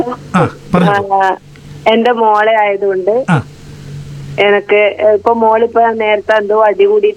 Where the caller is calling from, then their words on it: Kunhimangalam, Kerala, India; Kunhimangalam